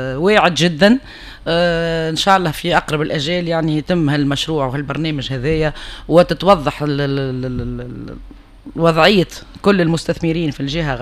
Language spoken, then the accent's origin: Arabic; Tunisia; يكون عنا في تونس بجمال الصحراء اللي عنا وبجمال الواحات اللي عنا